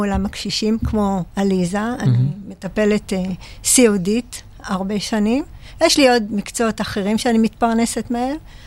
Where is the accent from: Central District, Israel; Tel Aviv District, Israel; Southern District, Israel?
Central District, Israel; Rehovot; אני מרחובות.